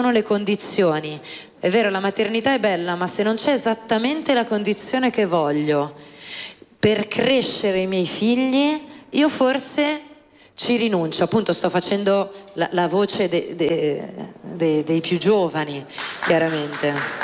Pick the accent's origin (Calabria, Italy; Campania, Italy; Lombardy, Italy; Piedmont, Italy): Lombardy, Italy; Milan; Io sono milanese e vivo in un quartiere centrale